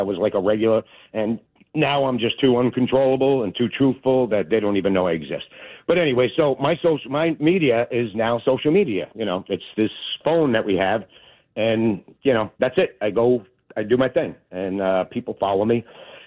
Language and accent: English; Staten Island, New York, United States; Dude, I'm from Staten Island.